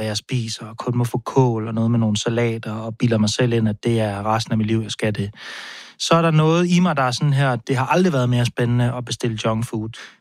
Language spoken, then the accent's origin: Danish; Aarhus, Central Denmark Region, Denmark; fra Aarhus, hvor jeg er vokset op